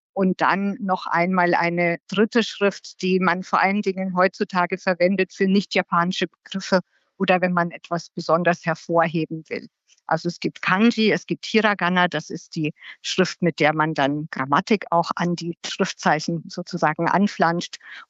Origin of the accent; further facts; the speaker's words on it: Germany; europäische Ausländer, so wie wir als Deutsche oder als US-Amerikaner, sind eher eine relativ kleine Gruppe.